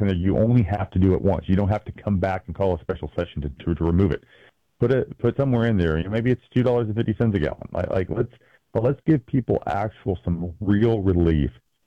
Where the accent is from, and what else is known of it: Athens, Alabama, United States; born or raised there